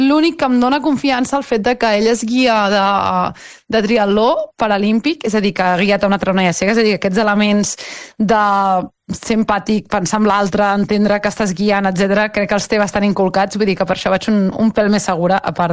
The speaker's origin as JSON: {"language": "Catalan", "town": "Vilassar de Mar", "region": "Catalonia", "country": "Spain"}